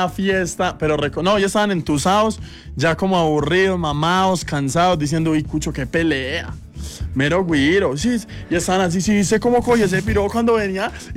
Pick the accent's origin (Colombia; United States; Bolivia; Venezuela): Colombia; porque somos colombianos.